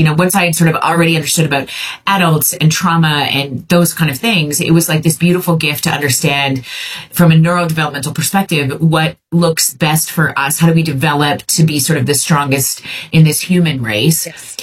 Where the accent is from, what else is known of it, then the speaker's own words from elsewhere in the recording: Viking, Alberta, Canada; So I grew up in Viking, Alberta, Canada.